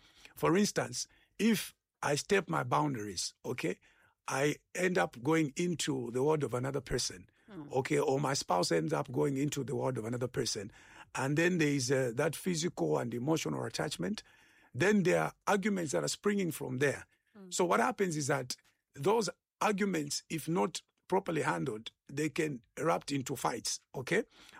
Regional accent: Zambia; the way I grew up in Zambia, and then I have a region where I come from. Mm. And you know, I come from northern from my father's side, and I come from northwestern from my mother's side.

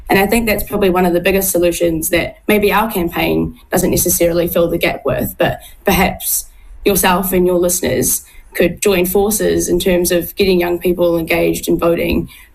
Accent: Tauranga, Bay of Plenty, New Zealand; now in Wellington, New Zealand; I'm from Tauranga, and so I know Tom Rutherford personally from school days

